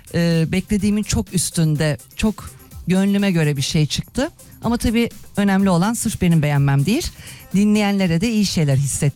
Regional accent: Istanbul, Turkey; also born or lived in Ankara; Ankara'da doğdum ama İstanbulluyum diyeceğim. Çünkü 12 yaşımdan beri İstanbul'da yaşıyorum ama doğum yerim Ankara.

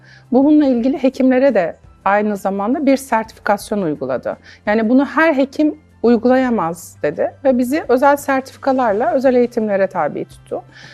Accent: Antalya, Turkey; born there; 1983 Antalya doğumluyum.

